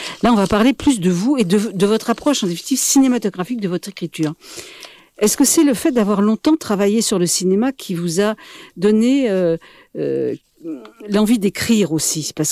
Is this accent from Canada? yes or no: no; Montpellier, Occitanie, France; also born or lived in Paris; alors comme je suis montpelliéraine, enfin je suis parigo-montpelliéraine